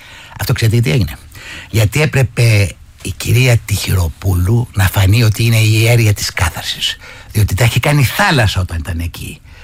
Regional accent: Thessaly, Greece; Από τη Θεσσαλία, που είμαι εγώ

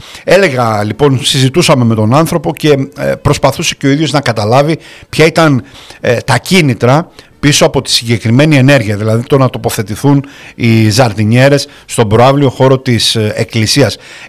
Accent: Heraklion, Crete, Greece; στην ενορία από όπου είμαι και εγώ ουσιαστικά, όπου μεγάλωσα, στο Μιχαήλ Αρχάγγελο

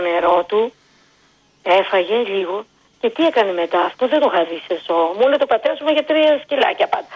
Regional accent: Attica, Greece; Μόνο τη μεγάλωσα σε ένα σπίτι, είμαι από Μεσόγεια.

